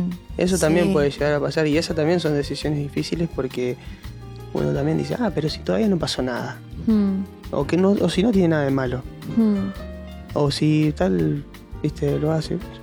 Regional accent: San Nicolás, Buenos Aires Province, Argentina; Sí, bueno, en San Nicolás, yo soy de San Nicolás. Ahí tengo mi iglesia de toda la vida.

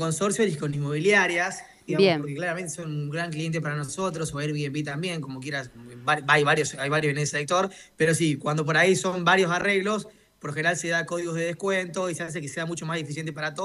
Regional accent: Córdoba, Argentina; obviamente en Córdoba, porque somos cordobeses

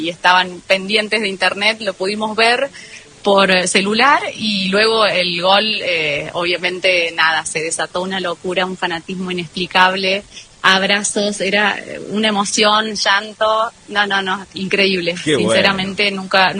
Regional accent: Argentina; Como argentino, tan lejos de casa.

